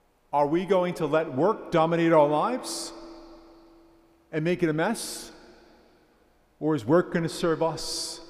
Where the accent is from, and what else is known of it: United States